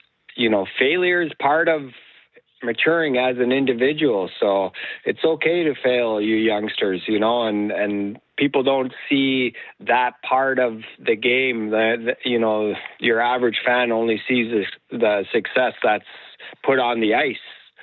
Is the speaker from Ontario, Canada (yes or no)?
no; Nunavut, Canada; I reflect back to growing up in Nunavut and you know, the survival mode mentality every day, where it was a challenge.